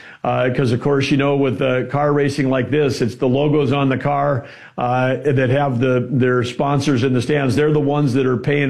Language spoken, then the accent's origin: English; North Dakota, United States; growing up in North Dakota, the only thing we had there was, you know, a quarter mile and eighth mile dirt track racing with the hobby stocks.